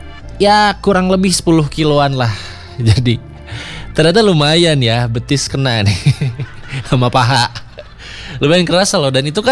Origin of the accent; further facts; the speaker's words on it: Bandung, West Java, Indonesia; Sebagai orang Bandung, malah kadang-kadang ada beberapa tempat wisata yang ada di Bandung yang kamu kayak nanti-nanti aja deh buat kesana gitu.